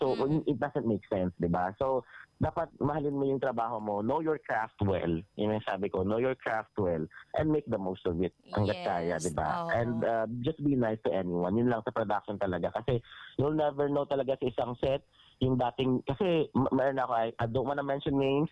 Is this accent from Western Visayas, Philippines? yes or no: yes; Western Visayas, Philippines; I'm from Aklan.